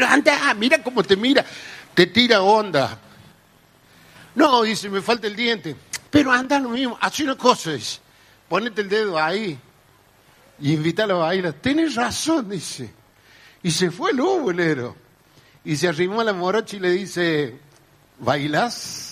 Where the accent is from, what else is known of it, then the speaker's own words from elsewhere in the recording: Cruz del Eje, Córdoba, Argentina; Yo que vengo de Cruz del Eje, provincia de Córdoba, el noroeste cordobés, la gente saludadora